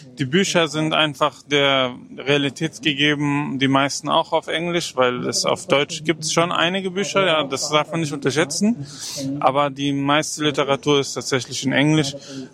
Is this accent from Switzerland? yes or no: no; Palestine; Ich bin Palästinenser